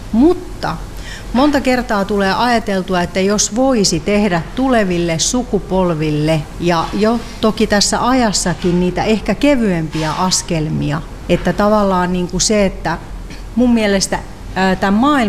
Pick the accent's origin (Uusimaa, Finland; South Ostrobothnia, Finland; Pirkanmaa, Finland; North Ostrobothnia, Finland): Pirkanmaa, Finland; born there; moved away; sinne Pirkanmaalle, koska se on se mun kotipaikka ollut aiemmin